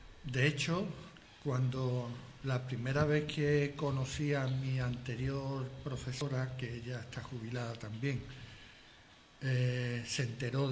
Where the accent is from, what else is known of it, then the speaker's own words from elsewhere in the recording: Seville, Andalusia, Spain; Yo soy de Sevilla.